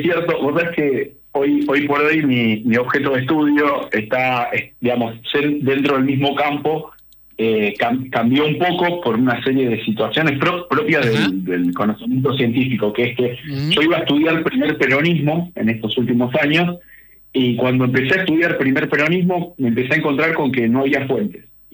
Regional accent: Colón, Entre Ríos, Argentina; me presentabas como de Colón, ¿no?, que es de donde soy residente y viví buena parte de mi vida. Yo vivo muy cerca del puerto

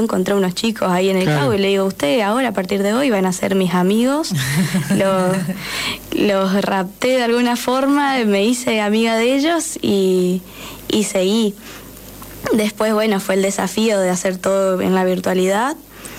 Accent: Paso de los Libres, Corrientes, Argentina; Y bueno, encontré que había en Concordia, que me queda cerca, soy de Paso de los Libres de Corrientes.

